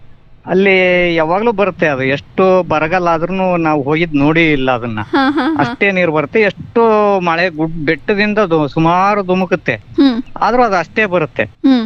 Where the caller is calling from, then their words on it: Karnataka, India; ಬಂಜೆಗರ ಸಮಾಜದವರೆಲ್ಲ ಸೇವಲಾಲ್ ಗುರುಗಳಾದ ಒಂದು ಜನ್ಮಸ್ಥಳ ಇರತಕ್ಕಂತ ನಮ್ಮ ನ್ಯಾಮತಿ ತಾಲೂಕು